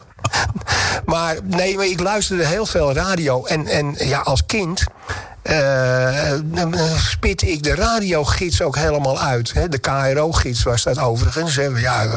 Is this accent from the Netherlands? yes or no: yes; Amsterdam, North Holland, Netherlands; Nee, ik ben een Amsterdammer en dat kun je ook horen.